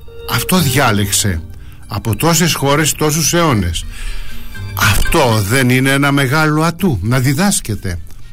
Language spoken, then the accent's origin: Greek; Greece